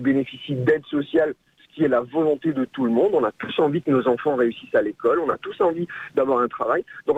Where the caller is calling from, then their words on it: New Caledonia; c'est pas facile quand on est calédonien et qu'on part à 22 000 km pour aller faire ses études